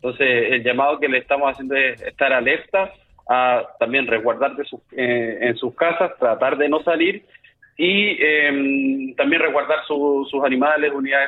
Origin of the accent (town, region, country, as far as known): Chile